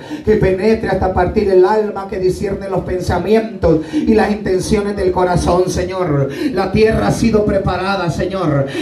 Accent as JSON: {"language": "Spanish", "country": "El Salvador", "tie": "born or raised there", "said": "Soy originario de El Salvador, hermano."}